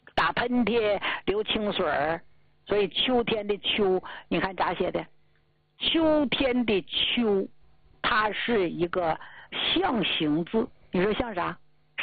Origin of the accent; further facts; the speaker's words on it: Northeast China, China; 土生土长的东北人，你像我现在我就愿意在东北待着，啊，这北京还将就，你再往南一点我受不了